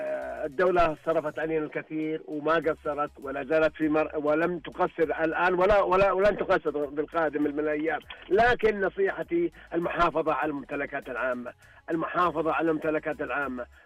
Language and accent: Arabic; Mutla'a, Saudi Arabia; كنا نروح من البداية من قريتي اسمها مطلعة إلى المنطقة الوسطى على سياكل